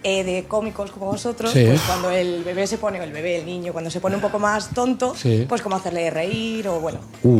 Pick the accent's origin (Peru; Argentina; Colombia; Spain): Spain; Madrid, Community of Madrid